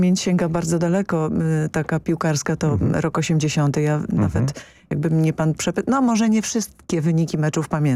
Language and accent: Polish; Płock, Masovian Voivodeship, Poland; Wisła Płock, moje rodzinne miasto.